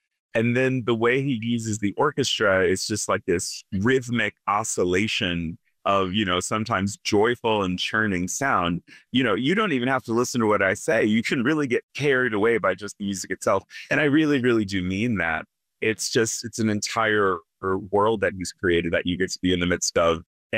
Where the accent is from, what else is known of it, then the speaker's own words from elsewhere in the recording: Virginia, United States; born there; also born or lived in Portsmouth, Virginia / Richmond, Virginia / Orlean, Virginia; I was born in Portsmouth Naval Hospital, and you know, lived around that region and also Richmond growing up. But then, you know, we moved to Northern Virginia.